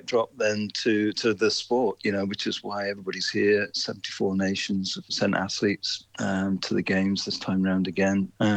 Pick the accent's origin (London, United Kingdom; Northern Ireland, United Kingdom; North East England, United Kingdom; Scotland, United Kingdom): Scotland, United Kingdom; Glasgow; it's amazing to host it again in Glasgow. It's my hometown.